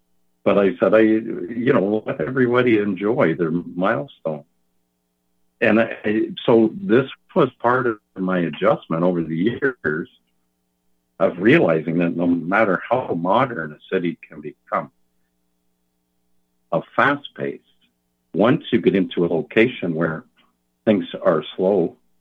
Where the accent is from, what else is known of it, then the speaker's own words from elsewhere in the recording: Toronto, Ontario, Canada; born there; moved away; also born or lived in Alberta; I was born in Toronto